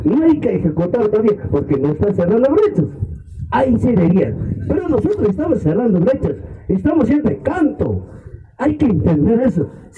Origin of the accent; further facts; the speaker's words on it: Mara, Apurímac, Peru; mi pueblo de Mara, de mis comunidades.